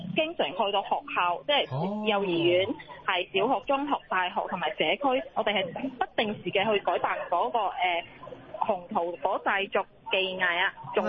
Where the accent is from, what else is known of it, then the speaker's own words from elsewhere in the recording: Shantou, Guangdong, China; 我们是汕头人